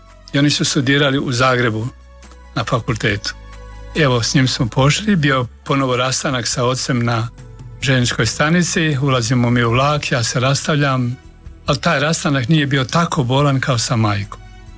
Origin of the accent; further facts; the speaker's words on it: Herzegovina, Bosnia & Herzegovina; Kod nas u Hercegovini se kaže pratar umjesto frata.